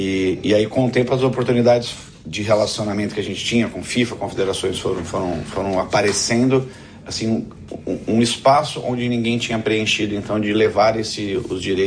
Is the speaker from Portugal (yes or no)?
yes; Portugal; Particularmente eu sou português, né?